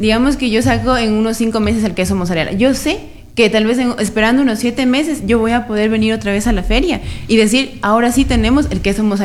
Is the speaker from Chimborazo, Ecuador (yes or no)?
no; San Pedro de la Bendita, Loja, Ecuador; en donde nosotros somos, San Pedro de la Bendita, la mayoría eran ganaderos